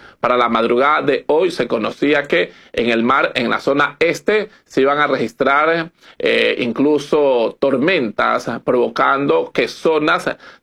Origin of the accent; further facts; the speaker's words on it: Venezuela; nosotros como venezolanos lo aplaudimos